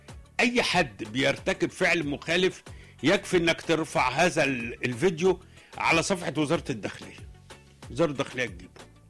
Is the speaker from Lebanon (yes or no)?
no; Egypt; سيبك ان ده ضد عقيدتنا حتى كمصريين